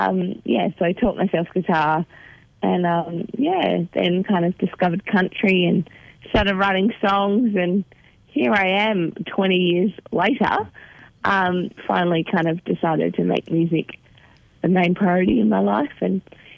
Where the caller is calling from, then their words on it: Kawarabup, Western Australia, Australia; So it's a little town called Kawarabup, just near Margaret River in the southwest of WA.